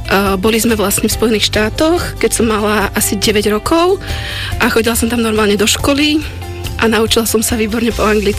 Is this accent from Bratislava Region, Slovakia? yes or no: yes; Bratislava, Bratislava Region, Slovakia; pochádzam z Bratislavy, narodila som sa Bratislava 1, rovno na Zochovej nemocnici